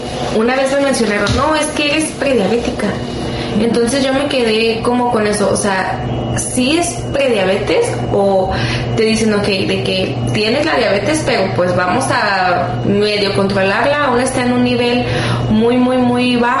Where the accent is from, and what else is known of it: Mexico